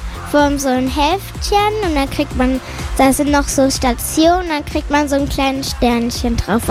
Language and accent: German; Germany; Ich bin 9 Jahre alt und komme aus Deutschland.